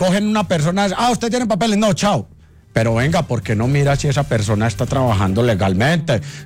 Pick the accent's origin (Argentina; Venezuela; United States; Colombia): Colombia; born there; yo nací aquí en Colombia